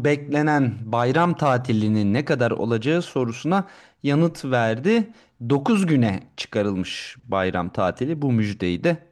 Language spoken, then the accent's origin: Turkish; Bursa, Turkey; Ben de bir Bursalı olarak yakından biliyorum bu durumu gerçekten.